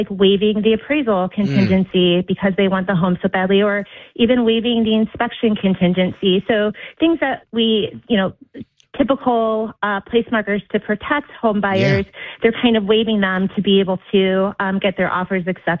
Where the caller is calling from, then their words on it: Chicago, Illinois, United States; I just recently purchased our home in Uptown back in 2023